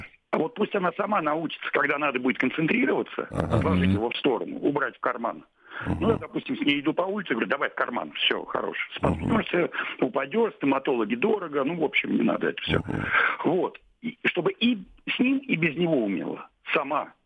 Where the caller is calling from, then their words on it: Moscow, Russia; я из Москвы.